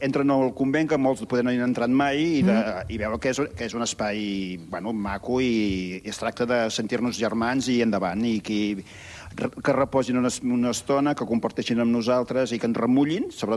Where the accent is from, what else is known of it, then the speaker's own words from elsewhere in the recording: Sant Martí de Tous, Catalonia, Spain; now in Arenys, Spain; jo sóc d'Igualada, Sant Martí de Tous.